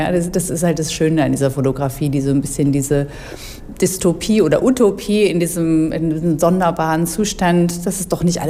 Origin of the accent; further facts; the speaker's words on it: West Germany, Germany; born there; Nee, ich bin ja geborene Wessi sozusagen.